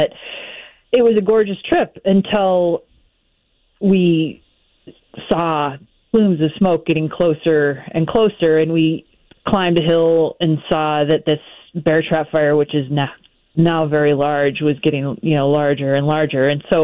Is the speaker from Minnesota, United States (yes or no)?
yes; Duluth, Minnesota, United States; I grew up in Duluth, and we have a family cabin on Lake Vermilion, which is just south and west of the Boundary Waters.